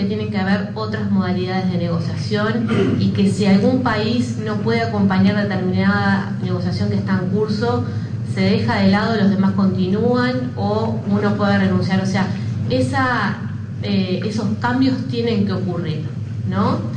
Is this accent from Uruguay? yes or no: yes; Uruguay